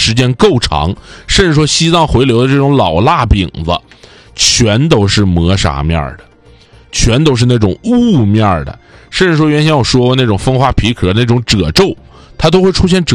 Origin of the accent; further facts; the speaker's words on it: Northeast China, China; accent: Northeastern dialect; 但是我们东北人就一直这么用这个字啊，